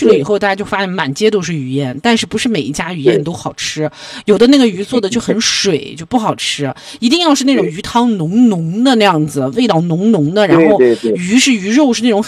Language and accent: Chinese; Xinjiang, China; 咱们新疆人